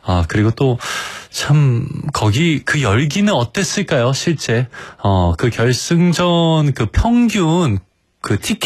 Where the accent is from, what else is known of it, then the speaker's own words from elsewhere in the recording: South Korea; 그런 세계 무대에 또 … 가 하프타임 공연을 했다니 얼마나 대한민국 사람으로서 자랑스러운 순간이 아니었을까 합니다.